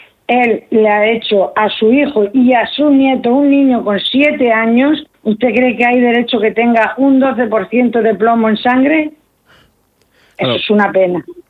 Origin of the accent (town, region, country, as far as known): Galicia, Spain